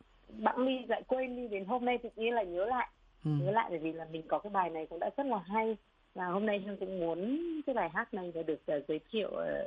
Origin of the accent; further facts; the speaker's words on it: Quảng Trị, Vietnam; Mọi người biết không … sinh ra và lớn lên ở Quảng Trị.